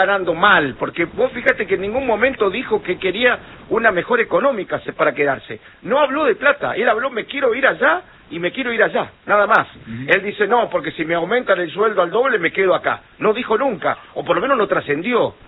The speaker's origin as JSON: {"language": "Spanish", "country": "Argentina", "said": "Cómo somos nosotros los argentinos que una vez que estamos en un lugar queremos..."}